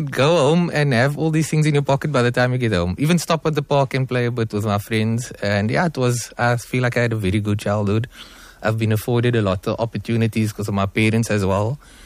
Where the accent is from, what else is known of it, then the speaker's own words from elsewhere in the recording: Athlone, Western Cape, South Africa; I'm born and raised right here in Athlone, not too far from the radio station. So I feel at home coming down here to Klipfontein Road